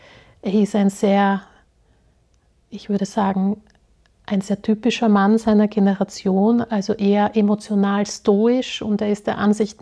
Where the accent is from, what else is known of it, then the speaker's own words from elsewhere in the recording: Slovakia; Es hat mir aber auch geholfen, mein Herkunftsland, die Slowak